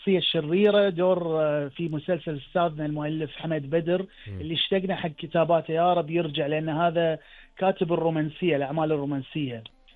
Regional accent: Qatar; عندنا بقطر

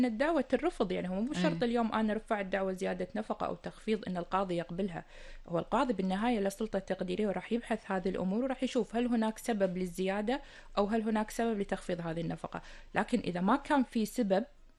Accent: Kuwait; إحنا عندنا بالكويت التعليم الإلزامي

